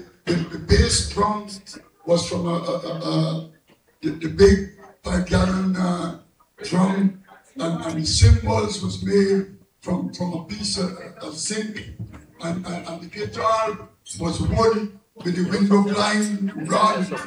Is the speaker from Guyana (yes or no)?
yes; Victoria, Demerara-Mahaica, Guyana; I remember growing up in Victoria Village up in the East Coast.